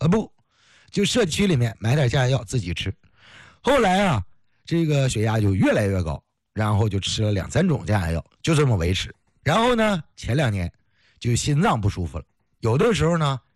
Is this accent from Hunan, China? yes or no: no; Heilongjiang, China; 你看咱是黑龙江人